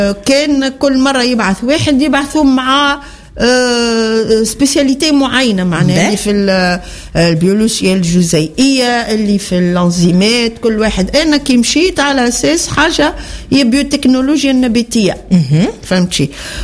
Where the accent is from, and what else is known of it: Tunisia